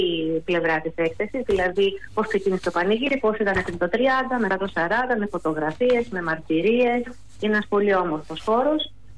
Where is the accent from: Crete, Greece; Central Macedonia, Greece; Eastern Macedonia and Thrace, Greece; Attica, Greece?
Attica, Greece; Kalyvia Thorikou; Λοιπόν, εμείς είμαστε από τα Καλύβια, Καλύβια. Της Αττικής, του Ορικού, στα Μεσόγεια. Από εδώ είμαστε λοιπόν.